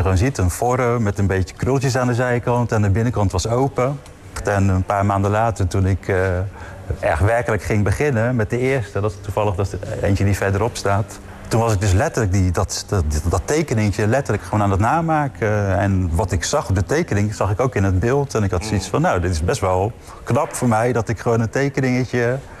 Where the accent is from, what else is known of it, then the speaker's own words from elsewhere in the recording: Vlaardingen, South Holland, Netherlands; Ik als kunstenaar ben wel Vlaardinger